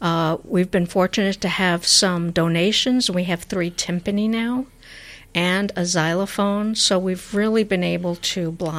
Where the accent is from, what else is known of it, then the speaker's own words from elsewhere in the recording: New York, United States; I'm from New York.